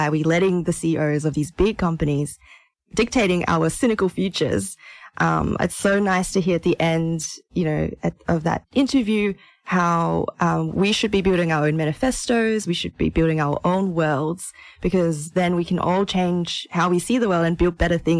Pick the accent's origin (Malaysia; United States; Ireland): Malaysia; now in Sydney, Australia; my home country in Malaysia